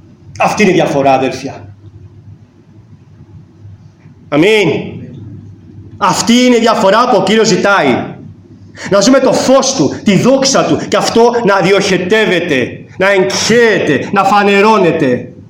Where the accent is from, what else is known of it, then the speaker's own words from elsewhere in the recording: Rhodes, South Aegean, Greece; moved away; also born or lived in Karpathos; εδώ στη Ρόδο, καθώς είμαι, μιας και είμαι ροδίτης.